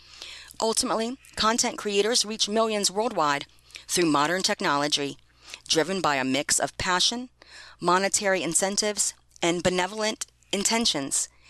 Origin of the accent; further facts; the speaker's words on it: Philippines; first language Ilocano; English is a second language; moved away; my younger days in the Philippines with my grandpa Isabello on the farm.